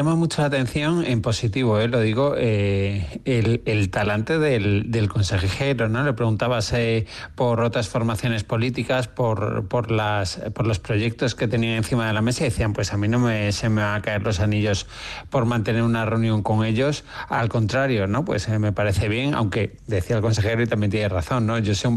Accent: Málaga, Andalusia, Spain; now in Madrid, Spain; Pasa también mucho aquí en Madrid o en Málaga, en mi tierra

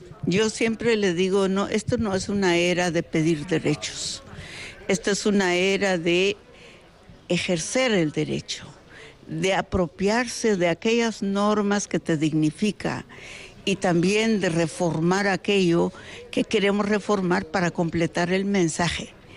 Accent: Guatemala; now in Mexico; yo en realidad soy guatemalteca mexicana

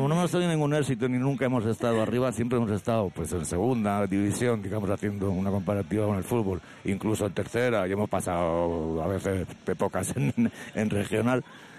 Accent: Madrid, Community of Madrid, Spain; pues somos todos de Madrid. Y yo en concreto soy

